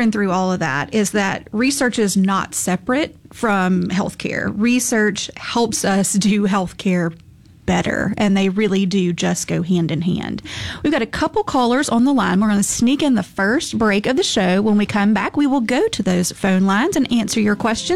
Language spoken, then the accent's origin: English; Mississippi Delta, United States; I grew up in the Delta, and so mm-hmm. I got care at those critical access hospitals